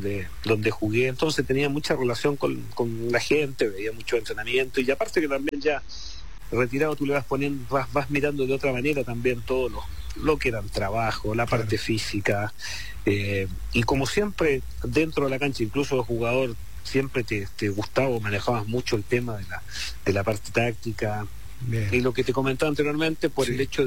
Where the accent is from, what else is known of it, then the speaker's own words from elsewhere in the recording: Santiago Metropolitan, Chile; moved away as an adult; Y al final por eso también decido volver a Chile.